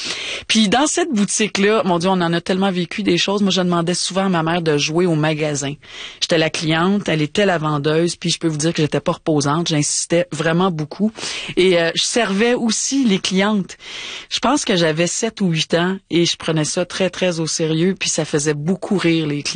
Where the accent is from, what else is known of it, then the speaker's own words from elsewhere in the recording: Montreal, Quebec, Canada; elle avait une boutique de vêtements à Villemard, dans le sud-ouest de Montréal, là où j'ai grandi.